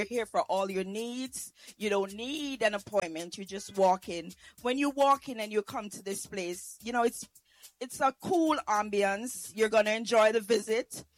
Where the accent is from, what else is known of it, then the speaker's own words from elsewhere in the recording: Jamaica; I'm from Jamaica, West Indies.